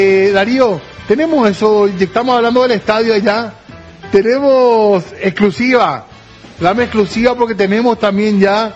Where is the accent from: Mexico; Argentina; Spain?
Spain; Soy español.